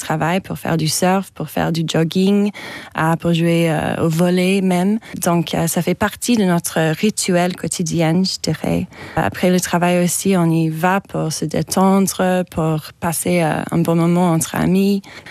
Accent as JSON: {"language": "French", "town": "Sydney", "region": "New South Wales", "country": "Australia", "tie": "born or raised there", "second_language": "French", "said": "Personnellement, moi, j'ai grandi à Sydney, qui est la plus grande ville sur la plage en Australie."}